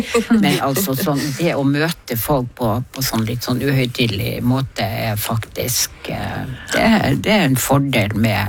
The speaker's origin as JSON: {"language": "Norwegian", "region": "Northern Norway", "country": "Norway", "accent": "northern Norwegian dialect", "moved": "as an adult", "said": "vi som kommer fra nord, og som da snakker dialekt, og jeg har insistert på å ha min dialekt hele tiden"}